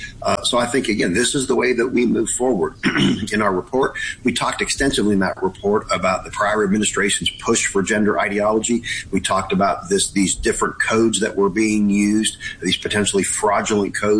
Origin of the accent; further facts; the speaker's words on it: Alabama, United States; now in Washington, United States; But my home state is Alabama, and we were one of the first.